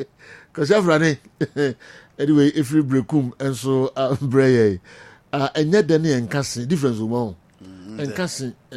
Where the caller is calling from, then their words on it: Accra, Greater Accra, Ghana; from Accra.